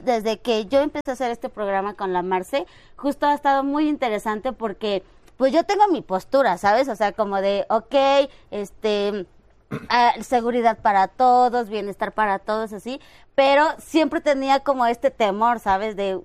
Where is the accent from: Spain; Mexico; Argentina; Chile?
Mexico; Chalco, State of Mexico; also born or lived in Iztapalapa, Mexico City; now in Mexico City, Mexico; nací en Iztapalapa, pero me crecí en Chalco.